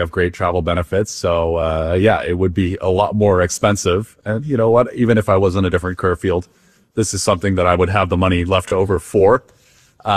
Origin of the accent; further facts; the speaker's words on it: Vancouver, British Columbia, Canada; English is a second language; moved away as an adult; also born or lived in Netherlands; now in United States; I was born in the Netherlands in 1995, lived there for about 5 years, then moved to Canada. I grew up on the west coast of Canada, British Columbia, Vancouver, and then immigrated to the United States in 2015.